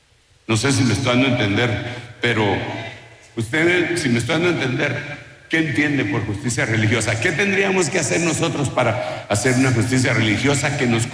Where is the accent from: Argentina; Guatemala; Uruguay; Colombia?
Guatemala; moved away; Ahí en mi tierra hay un lugar que se llama Esquipulas